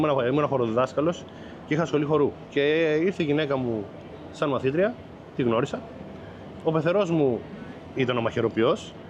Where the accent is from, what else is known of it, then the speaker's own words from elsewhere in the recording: Chania, Crete, Greece; born there; Μέσα Χανιά.